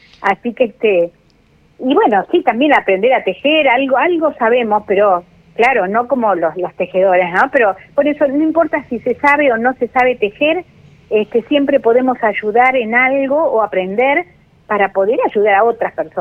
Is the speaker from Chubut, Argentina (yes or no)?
yes; Astra, Chubut, Argentina; acá viste que somos de Astra